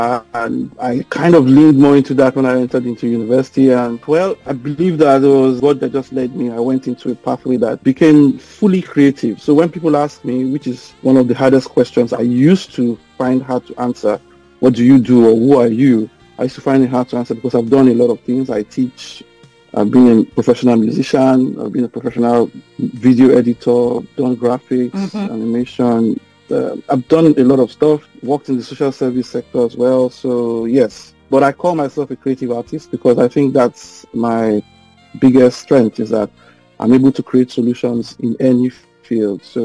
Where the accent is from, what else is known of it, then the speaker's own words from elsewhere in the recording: Lagos, Nigeria; also born or lived in Apapa, Lagos; He was retired and we moved to Surulere, and I grew up in Surulere. And incidentally, I'm actually sitting in my father's house in Surulere.